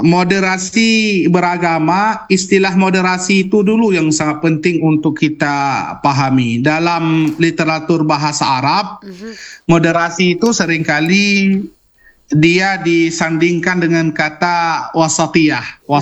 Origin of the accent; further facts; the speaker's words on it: Aceh, Indonesia; kalau bahasa kita orang Aceh kurang enak badan aja.